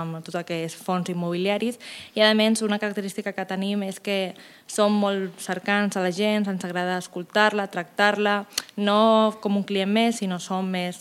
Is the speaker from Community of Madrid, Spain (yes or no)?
no; Castelldefels, Catalonia, Spain; Jo sóc d'aquí de tota la vida, aquí del poble